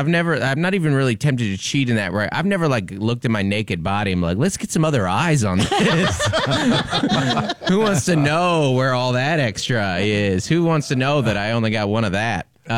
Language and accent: English; Seattle, Washington, United States; growing up in Seattle, I was like 20 years old and married and just like a rainy, dark road.